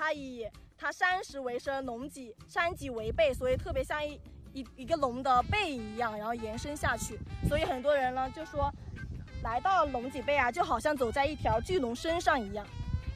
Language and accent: Chinese; Hunan, China; accent: Hunan accent; 就是我们这里的湖南口音会比较重，所以大家也很明显的听得出来。